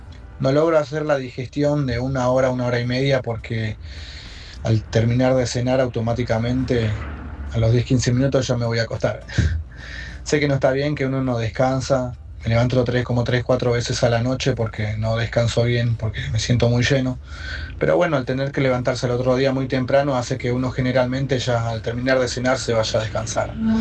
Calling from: Ciudad Evita, Buenos Aires Province, Argentina; Buenas tardes, Radio Latina. … de Ciudad Evita.

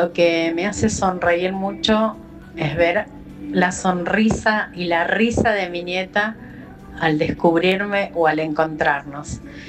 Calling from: Ituzaingó, Buenos Aires Province, Argentina; de Ituzaingó.

